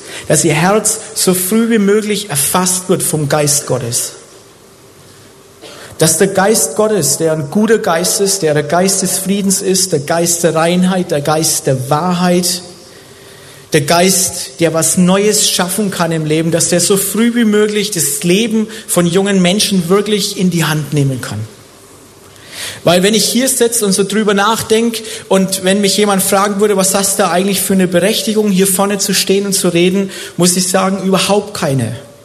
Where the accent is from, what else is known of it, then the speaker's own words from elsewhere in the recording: Bavaria, Germany; also born or lived in Swabia; Aber ich bin und bleib ein Franke.